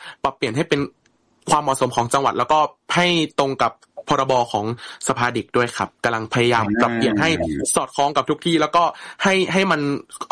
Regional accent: Mukdahan, Thailand; ผมเกิดและโตในจุดที่เรียกว่าในเมืองพอสมควรแล้วก็คืออยู่ใหญ่อยู่ในใจกลางเมืองเลยถ้าในจังหวัดมุกดาหาร

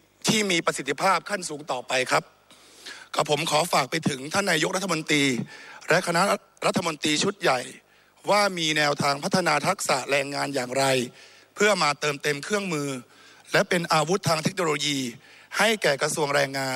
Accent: Kalasin, Thailand; เดิมผมเองเป็นคนกรสินเกิดที่จังหวัดกรสินโตที่กรสิน

